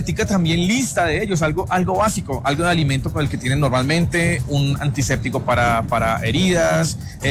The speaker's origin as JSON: {"language": "Spanish", "country": "Colombia"}